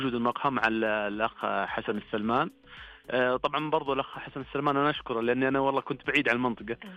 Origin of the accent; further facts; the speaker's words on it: Asir, Saudi Arabia; moved away; نعم أنا من أهل منطقة عسير لكن بحكم عملي خارج المنطقة